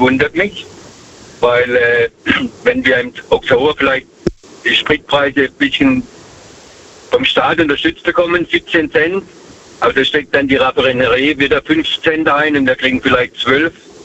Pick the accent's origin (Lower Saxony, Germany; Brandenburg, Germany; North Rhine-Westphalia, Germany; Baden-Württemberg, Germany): Baden-Württemberg, Germany; Herbolzheim; Herbolzheim.